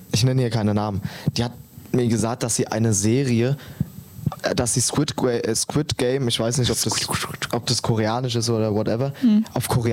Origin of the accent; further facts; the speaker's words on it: Germany; ich bin Deutscher, ich schaue Filme auf Deutsch.